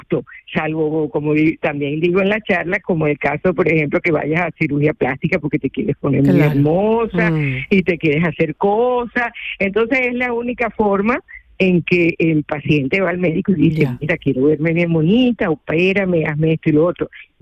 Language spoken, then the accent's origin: Spanish; Venezuela; accent: Venezuelan; moved away as an adult; now in Spain; yo soy venezolana, como seguramente te has dado cuenta por mi acento.